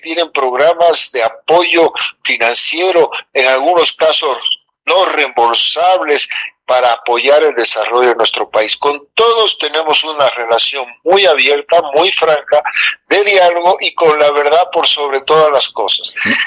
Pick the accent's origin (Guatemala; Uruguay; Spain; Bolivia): Bolivia; tenemos un potencial inimaginable como Bolivia, como país, como bolivianos